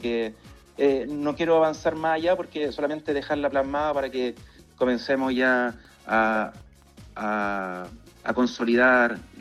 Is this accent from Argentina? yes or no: no; San Vicente de Tagua Tagua, O'Higgins, Chile; Así es, somos un grupo de San Vicentanos.